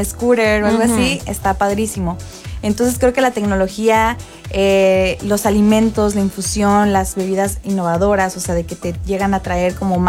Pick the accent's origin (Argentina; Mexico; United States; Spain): Mexico; Veracruz